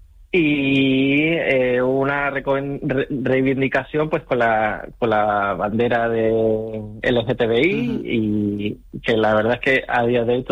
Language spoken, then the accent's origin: Spanish; Las Palmas de Gran Canaria, Canary Islands, Spain; now in Tenerife, Spain; yo nací en Las Palmas y soy de Triana.